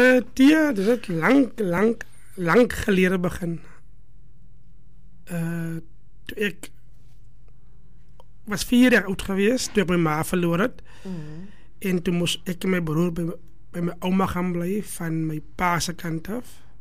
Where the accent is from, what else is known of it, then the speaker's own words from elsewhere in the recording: Oudtshoorn, Western Cape, South Africa; Ek is boerlang van Oudtshoorn, gematriculeer by Sint-Sienus secundaire school en het ek my laerskoolloopbaan begin by Beersig Primair